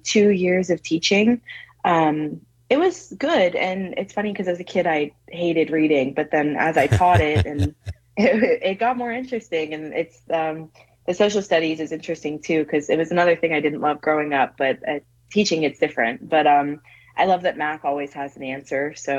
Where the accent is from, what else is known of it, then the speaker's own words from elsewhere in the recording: Florida, United States; I grew up in Seminole County, so it was always my goal to end up teaching there as well.